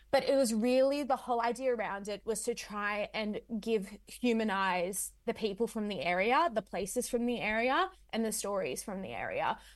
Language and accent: English; Sydney, New South Wales, Australia; Where I'm from is a large part of myself. And I tried to run from that for years. Like, I never told anyone I was from Western Sydney.